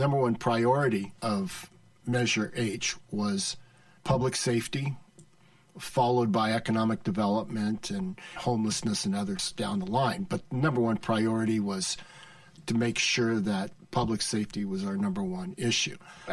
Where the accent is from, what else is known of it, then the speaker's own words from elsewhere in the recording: Modesto, California, United States; I was raised here in Modesto, attended Stanislaus Union, Grace M. Davis High School